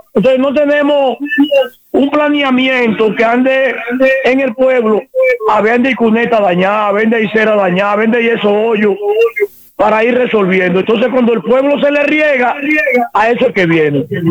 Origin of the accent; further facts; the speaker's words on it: Baní, Peravia, Dominican Republic; porque lo que somos de aquí de Baní, esta misma calle, la Gastón Fernando del INE, está pinchada